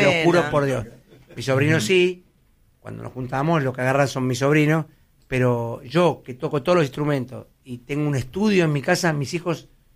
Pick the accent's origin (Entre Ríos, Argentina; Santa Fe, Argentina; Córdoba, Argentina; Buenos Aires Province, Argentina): Buenos Aires Province, Argentina; El Palomar; Yo soy de Palomar.